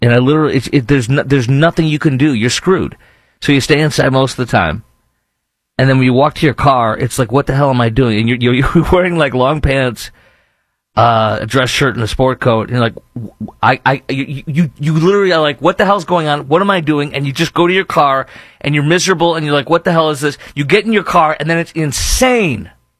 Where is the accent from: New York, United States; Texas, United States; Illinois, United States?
Illinois, United States; Chicago; I say 5 months of bliss because I'm from Chicago. I'm from the Midwest. And you know the hell there is with winter.